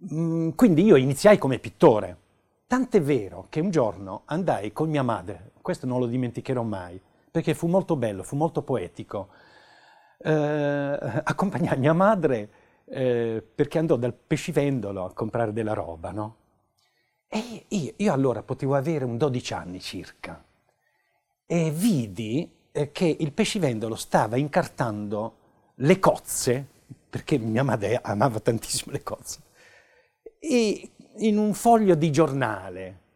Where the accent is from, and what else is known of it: Bari, Apulia, Italy; born there